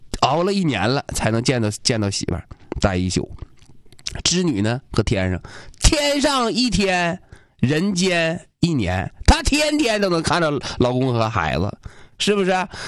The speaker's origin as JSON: {"language": "Chinese", "region": "Jilin", "country": "China", "said": "我作为吉林人，"}